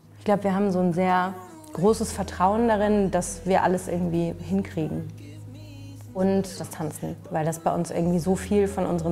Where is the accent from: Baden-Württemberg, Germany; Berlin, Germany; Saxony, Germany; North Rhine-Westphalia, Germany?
North Rhine-Westphalia, Germany; now in Cologne, Germany; ich komme vom Niederrhein und jetzt leben wir aber beide in Köln.